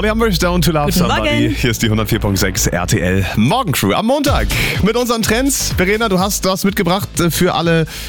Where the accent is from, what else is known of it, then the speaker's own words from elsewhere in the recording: Germany; wir als Deutsche kennen ja gutes Brot.